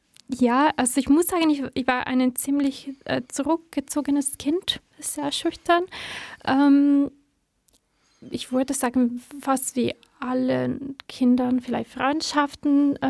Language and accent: German; Genoa, Liguria, Italy; moved away; In Italien, also ich komme ursprünglich aus Italien, aus der Stadt Genua. Das ist so nordwestlich, auf der nordwestlichen Küste von Italien.